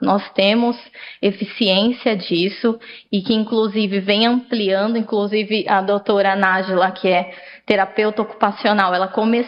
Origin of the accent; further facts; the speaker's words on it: Guarujá, São Paulo, Brazil; coordenadora do Lar Manaim, sou lá do Guarujá